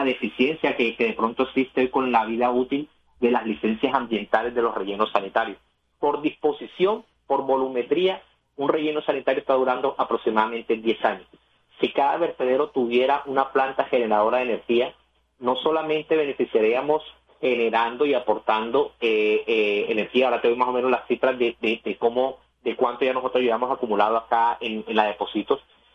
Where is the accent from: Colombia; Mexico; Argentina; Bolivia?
Colombia; Barranquilla, Atlántico; yo soy barranquillero